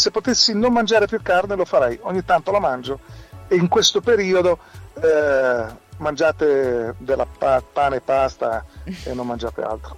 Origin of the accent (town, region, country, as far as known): Liguria, Italy